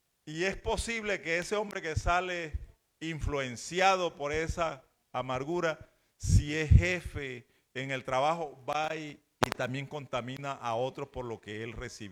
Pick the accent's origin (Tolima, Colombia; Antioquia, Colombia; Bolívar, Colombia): Bolívar, Colombia; en la región donde yo soy, sur de Bolívar